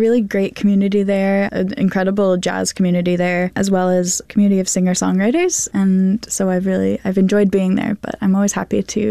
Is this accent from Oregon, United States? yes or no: no; Massachusetts, United States; moved away as an adult; I am not really from here. I grew up in Western Mass in the Berkshires